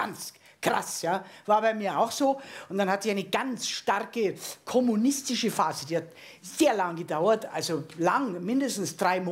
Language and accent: German; Bavaria, Germany; Also wie ich aufgewachsen bin in Kreiling bei München, nicht München, sondern Kreiling bei München, ein kleiner Vorort. Und da war das sehr verschlafen damals